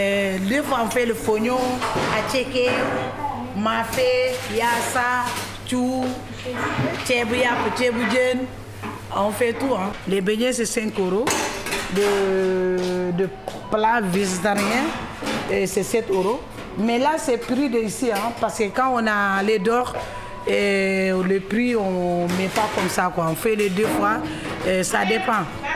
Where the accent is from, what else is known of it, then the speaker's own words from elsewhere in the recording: Senegal; French is a second language; je viens de Sénégal.